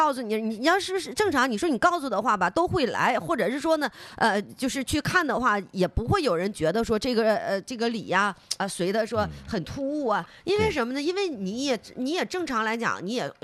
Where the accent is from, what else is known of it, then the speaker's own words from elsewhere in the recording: Northeast China, China; 因为咱们东北人其实来讲比较性情